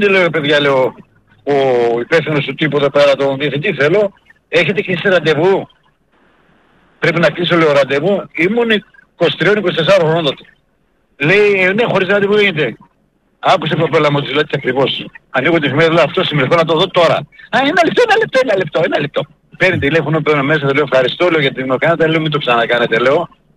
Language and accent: Greek; Drama, Eastern Macedonia and Thrace, Greece; also born or lived in Dipotamos, Kavala; Εγώ είμαι από το Διπόταμο, η καταγωγή μου από εκεί είναι. Αλλά σε μικρή ηλικία έφυγα, ήρθα στη Δράμα. Έμενα εκεί στο στρατιωτικό νοσοκομείο πίσω, ξέρεις, σε ένα ίδρυμα.